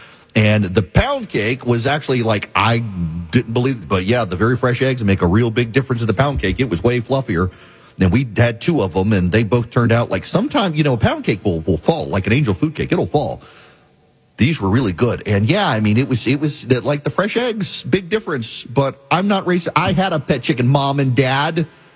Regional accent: Dubai, United Arab Emirates; born or raised there

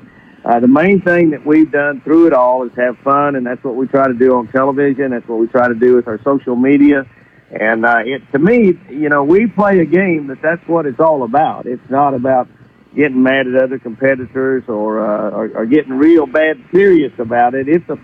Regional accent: Oklahoma, United States; also born or lived in Texas; I was born in Texas. I'm a Texan, but I've lived here ever since I was a little kid

